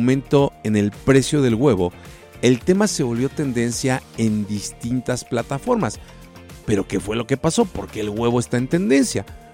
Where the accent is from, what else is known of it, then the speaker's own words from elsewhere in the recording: Mexico; Ya ves cómo somos los mexicanos.